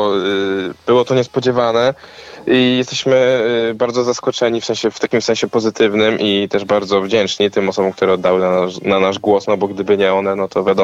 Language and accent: Polish; Jawor, Lower Silesian Voivodeship, Poland; Pochodzimy z Jawora na Dolnym Śląsku.